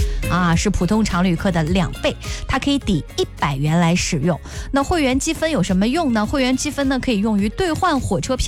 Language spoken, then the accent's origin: Chinese; Henan, China; 咱们老家河南呢也为教师们准备了秋日山水盛宴